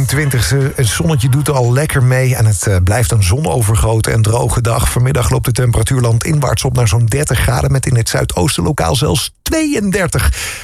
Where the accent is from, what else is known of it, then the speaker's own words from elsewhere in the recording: Netherlands; Want zo zijn we dan ook weer als Nederlanders.